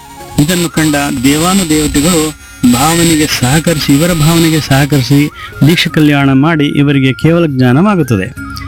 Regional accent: Saragur, Karnataka, India; ಸರಗೂರಿನವರೇ ಆದಂಥ … ನಾನು ಪರಿಚಯನ ಮಾಡ್ಕೊಂಡೆ.

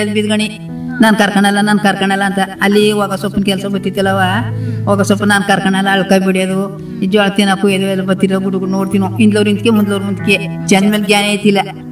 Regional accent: Heggadalu, Karnataka, India; ನಮ್ದು ಸ್ವಂತ ಹೆಗ್ಗುಳಿಯೇ.

